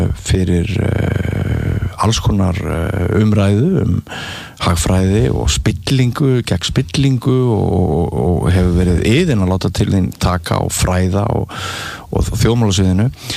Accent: Mývatnssveit, Northeastern Region, Iceland; Ég var heppin krakki, ég ólst upp í Mývasveit og tónlistarskóli Mývasveit var stofnaður það leiti sem að ég hafið aldur til þess að byrja að læra á píanó.

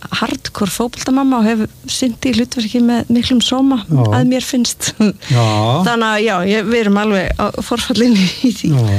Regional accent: Seltjarnarnes, Capital Region, Iceland; also born or lived in Reykjavík; Já, ég ólst upp á Seltjarnarnesi þar til ég var 12 ára og svo flutti í vesturbæinu

